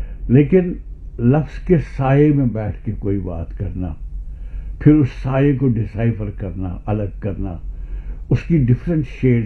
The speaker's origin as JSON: {"language": "Urdu", "region": "Jammu and Kashmir", "country": "India", "first_language": "Kashmiri", "second_language": "Urdu", "said": "کشمیری جو ہے وہ تو بیوی ہے میری."}